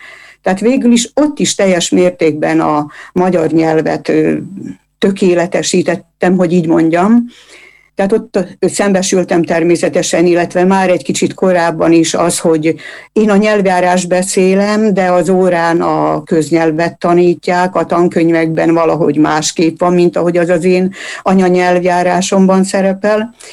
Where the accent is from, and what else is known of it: Štitáre, Nitra Region, Slovakia; born or raised there; first language Hungarian; moved away; also born or lived in Bratislava